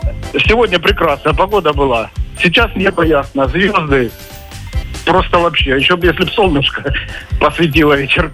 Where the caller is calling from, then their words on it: Krasnodar, Krasnodar Krai, Russia; Краснодар.